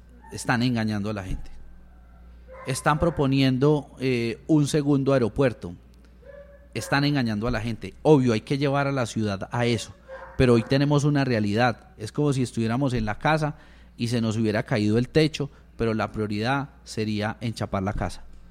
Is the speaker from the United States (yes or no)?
no; Pereira, Risaralda, Colombia